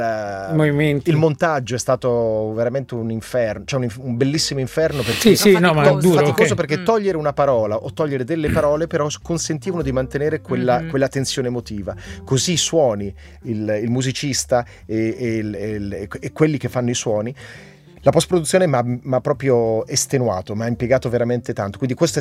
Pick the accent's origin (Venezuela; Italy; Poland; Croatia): Italy; Bergamo, Lombardy; mettici che sono anche bergamasco e quindi hai fatto, cioè, il pacchetto è proprio tosto.